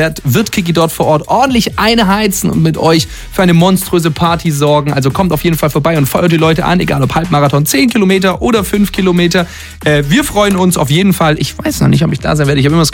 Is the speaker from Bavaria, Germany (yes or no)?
no; Stuttgart, Baden-Württemberg, Germany; Ich würde mich super freuen, euch alle bei mir in meiner Heimatstadt, in meinem Königreich Stammheim willkommen zu heißen.